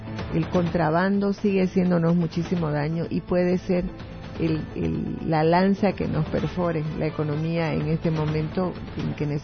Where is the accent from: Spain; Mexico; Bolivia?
Bolivia